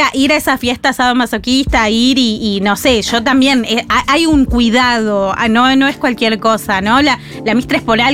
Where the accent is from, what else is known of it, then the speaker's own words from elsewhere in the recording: Buenos Aires, Argentina; soy de Almagro, che.